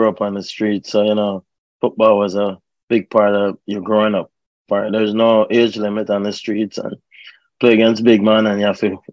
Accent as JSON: {"language": "English", "country": "Jamaica", "tie": "born or raised there", "also_born_or_lived": "England", "said": "I was born in England first, and had a broken home life, and then mom decided to go back home to Jamaica in 1968"}